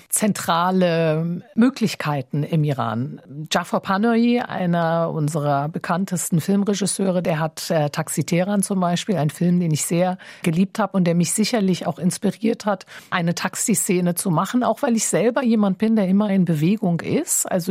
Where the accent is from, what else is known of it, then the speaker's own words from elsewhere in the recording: Germany; Ich bin ja in Deutschland geboren und aufgewachsen und glücklicherweise mit der Sprache als Sprechsprache.